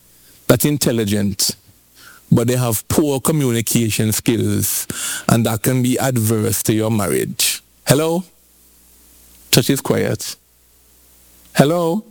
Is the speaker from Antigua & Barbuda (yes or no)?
yes; Antigua & Barbuda; I'm so glad I come from Antigua. Nobody can deport me.